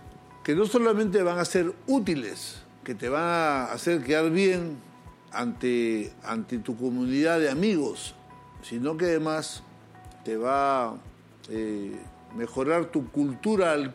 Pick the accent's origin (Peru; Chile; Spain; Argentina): Peru